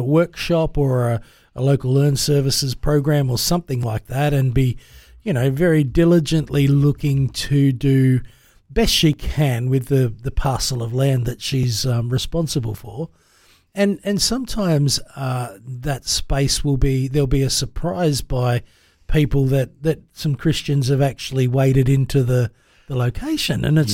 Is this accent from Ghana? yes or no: no; Mudgee, New South Wales, Australia; where I grew up in Mudgee